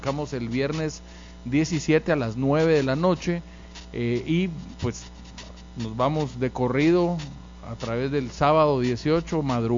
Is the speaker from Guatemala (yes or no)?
yes; Guatemala